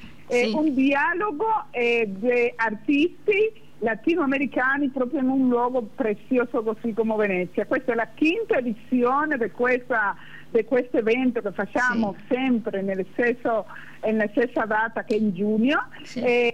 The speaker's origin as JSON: {"language": "Italian", "country": "Dominican Republic", "second_language": "Italian", "moved": "yes"}